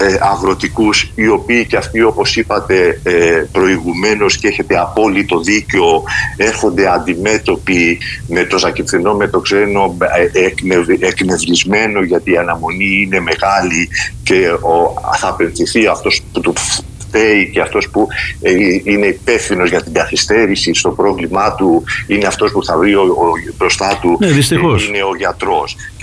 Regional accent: Greece; Γιατί και εγώ Ακητινός είμαι εδώ πέρα, μεγάλωσα, εδώ είναι η ζωή μου, το αγαπάω το νησί μου.

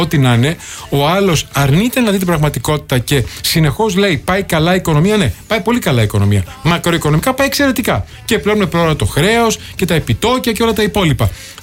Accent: Greece; σαν Έλληνας πολίτης.

